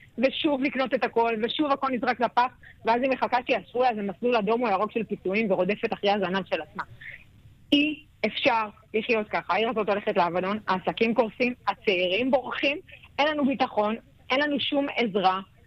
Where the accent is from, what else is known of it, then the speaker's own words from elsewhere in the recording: Kiryat Shmona, North, Israel; ואני נולדתי וגדלתי בקריית שמונה, ואני מחוברת לעיר ומחוברת לתושבים שלה.